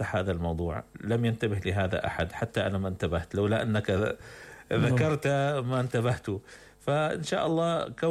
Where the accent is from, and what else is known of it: Damascus, Damascus Governorate, Syria